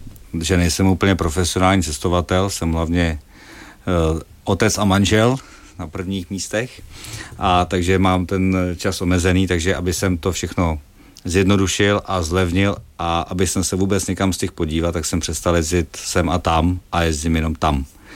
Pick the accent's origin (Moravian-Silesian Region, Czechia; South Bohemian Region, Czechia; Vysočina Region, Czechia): South Bohemian Region, Czechia; Želeč; musím říct, že jsem jel ze Želče u Tábora, protože jsem minule dostal od mých faninek, které jsou teda generaci starší než já, ale to je můj nejsilnější fanklub u nás ve vsi